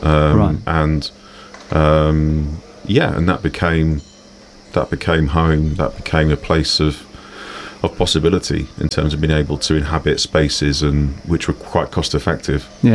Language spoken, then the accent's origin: English; High Wycombe, South East England, United Kingdom; I'm from High Wycombe, so in Buckinghamshire.